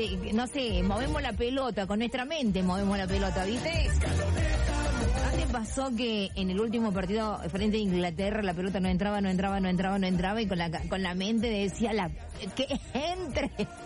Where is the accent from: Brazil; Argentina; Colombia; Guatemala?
Argentina; Que somos, gente, qué groso que somos, argentinos.